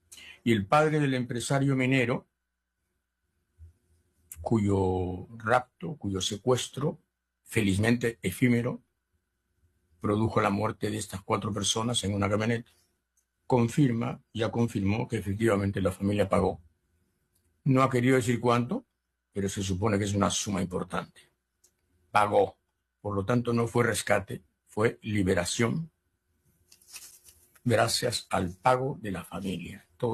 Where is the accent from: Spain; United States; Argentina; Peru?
Peru; Lima